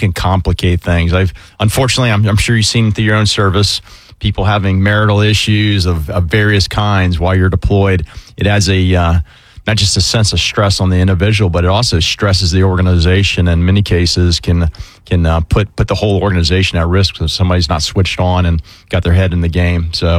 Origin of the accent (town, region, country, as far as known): Orange Park, Florida, United States; born or raised there